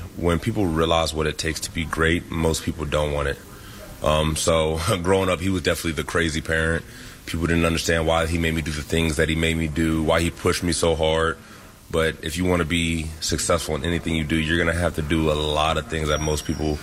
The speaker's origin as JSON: {"language": "English", "region": "Virginia", "country": "United States", "tie": "born there", "said": "But where I'm from, I say Virginia just because I was in Virginia from third grade to high school. You know, so that's majority of my life."}